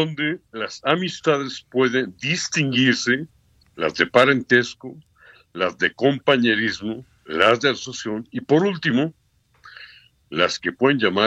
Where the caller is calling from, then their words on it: Mexico; ambos somos mexicanos. Ambos somos mexicanos.